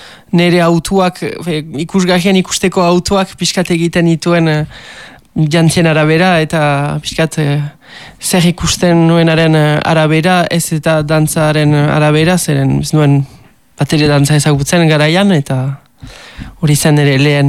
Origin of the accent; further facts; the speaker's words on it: Urrugne, Nouvelle-Aquitaine, France; Ez, Urruñakoa naiz, eta Urruñan bizi beti, bai.